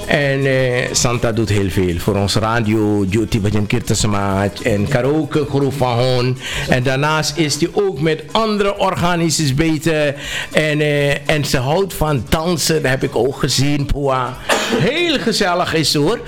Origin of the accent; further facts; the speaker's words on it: Suriname; Ik ken jouw nana, ik ken jouw nani, ik ken jouw aja, ik ken jouw aji, ik ken jouw kaka, omdat ik zelf van Saramaka ben.